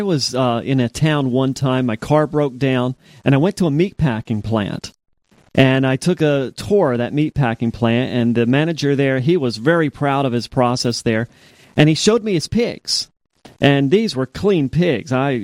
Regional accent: Louisiana, United States; Especially like me, I grew up in Louisiana. We ate a lot of things that came out of the water.

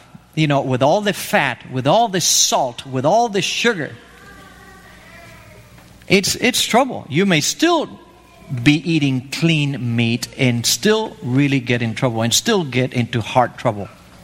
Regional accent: Argentina; English is a second language; moved away; I was born and raised in Argentina. Let me tell you this. Argentina is heaven as far as meat is concerned.

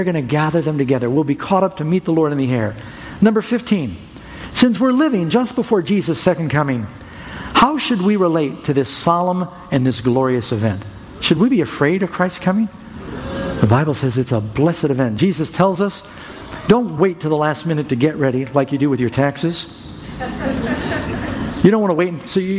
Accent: New York City, New York, United States; I grew up in New York City

